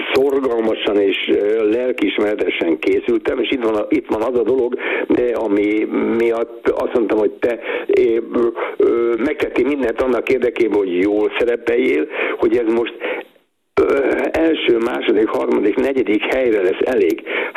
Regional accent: Hungary; ezt mi magyarok vagyunk, Magyarországra jöttünk

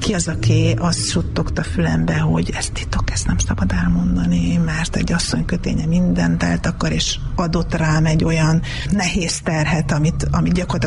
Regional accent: Tiszaföldvár, Jász-Nagykun-Szolnok, Hungary; Tiszaföldváron születtem, és én vagyok a családnak az ötödik lánya. Apukám és anyukám második házasságába születtem, és Földvár egy tiszaparti kisváros. Vannak nagyon szép emlékeim onnan

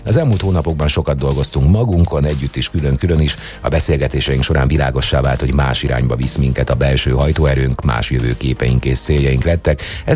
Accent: Hungary; also born or lived in Budapest; Nekem akkor már ugye vidékiként Pestre külön fel kellett jönnöm

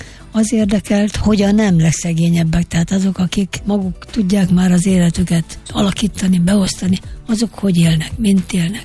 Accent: Mezőtúr, Jász-Nagykun-Szolnok, Hungary; Én mezőtúri vagyok, ez egy alföldi középváros

